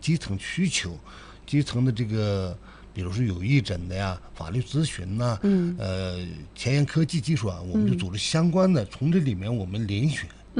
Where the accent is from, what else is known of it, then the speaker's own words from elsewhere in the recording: Inner Mongolia, China; moved away; 因为我从小就在牧区长大，因为我就从牧区出来的，对这个牧区的需求情况比较了解，